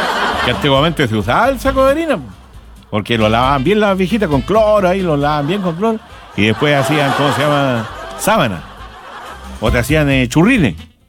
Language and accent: Spanish; Chile